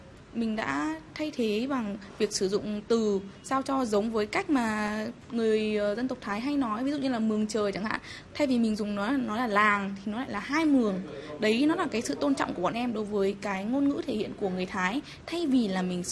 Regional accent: Lào Cai, Vietnam; Em là người Lào Cai, em cũng là người miền núi

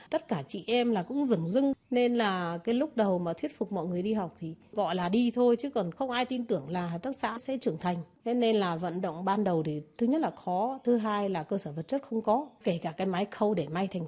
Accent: Ha Giang, Vietnam

